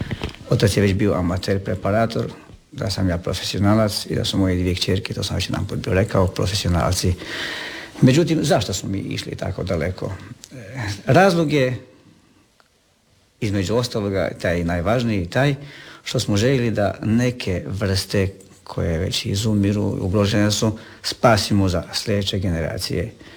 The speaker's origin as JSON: {"language": "Croatian", "region": "Međimurje County", "country": "Croatia", "tie": "born or raised there", "moved": "yes", "said": "Znao sam da moj rodni kraj, Međimurje, nema takvih stvari."}